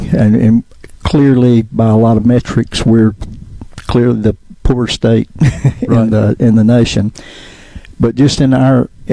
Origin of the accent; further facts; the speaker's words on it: Amory, Mississippi, United States; It's the disaster relief response, and of course, I grew up in Amory